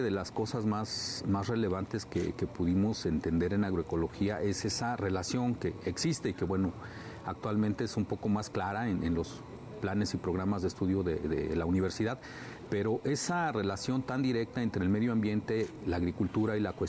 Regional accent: Mexico City, Mexico; En la Ciudad de México yo pues soy chilango campesinista

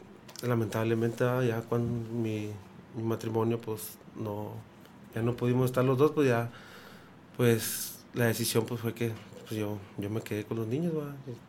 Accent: Tabasco, Mexico; moved away as an adult; now in Ciudad Juárez, Mexico

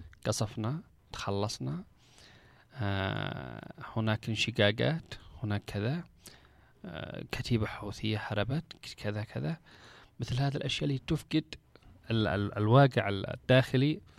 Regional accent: Yemen; إحنا من اليمن

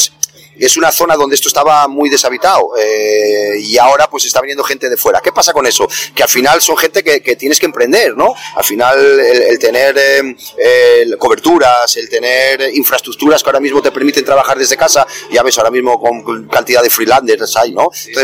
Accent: Aller, Asturias, Spain; Y a vosotros, muchísimas gracias por mostrar mi tierra.

